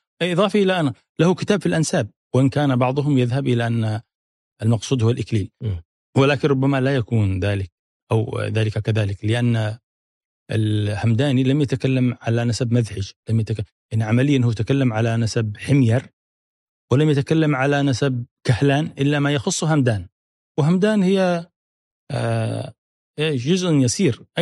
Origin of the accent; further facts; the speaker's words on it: Rada'a, Al Bayda Governorate, Yemen; أنا من قيفة، من تابعة لردع، وهي من مساكن حمير في في القدم، وإن كانت سكنتها مذعج ولكن هي في الأصل من مساكن حمير.